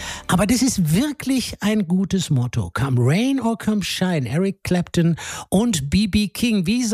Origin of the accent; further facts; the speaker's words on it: Germany; now in Berlin, Germany; Aber ich komme ja ursprünglich aus dem Rheinland, bin da schon lange weg